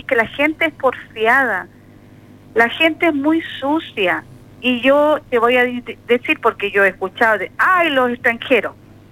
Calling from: Iquique, Tarapacá, Chile; Aquí donde yo vivo, que es parte del casco antiguo de la ciudad, somos puros iquiqueños, gracias a Dios. Gente oriunda de acá de Iquique

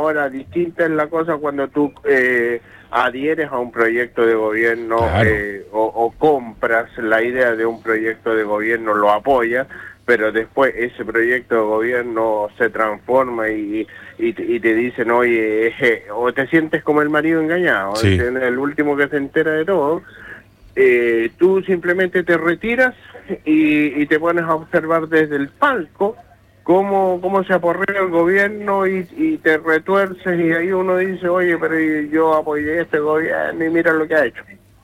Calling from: Chile; antes que la política, somos chilenos

